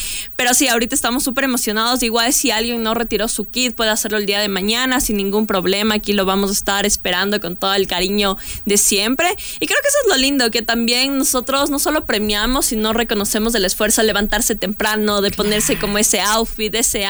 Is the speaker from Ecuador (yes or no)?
yes; Ecuador